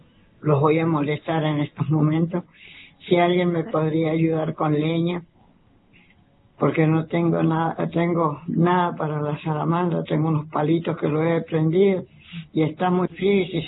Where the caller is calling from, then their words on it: Pedro Vargas, Mendoza, Argentina; soy una abuelita de Pedro Vargas